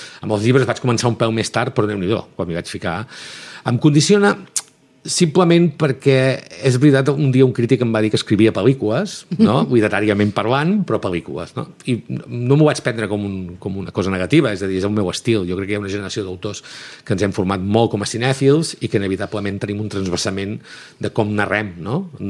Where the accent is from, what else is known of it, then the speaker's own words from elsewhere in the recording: Girona, Catalonia, Spain; es basa en una època que vaig viure de petit, a la ciutat meva, jo soc de Girona